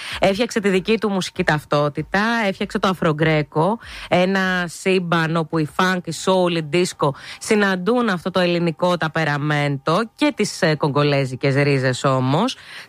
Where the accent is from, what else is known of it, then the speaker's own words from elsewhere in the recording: Zografou, Attica, Greece; Είναι τώρα και συντοπίτης μου, είναι από το χωριό μου του Ζωγράφου